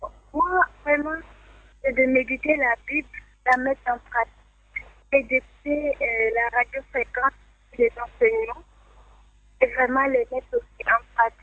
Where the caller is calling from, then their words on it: Bingerville, Abidjan, Côte d’Ivoire; j'appelle de Bingerville.